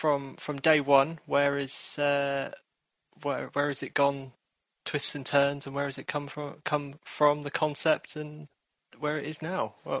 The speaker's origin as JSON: {"language": "English", "town": "Peterborough", "region": "East of England", "country": "United Kingdom", "said": "because I'm from Peterborough"}